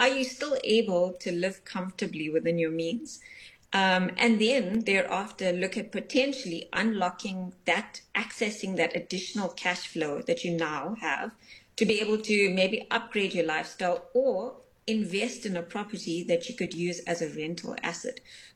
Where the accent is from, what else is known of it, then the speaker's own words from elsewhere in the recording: South Africa; as a young female growing up in South Africa.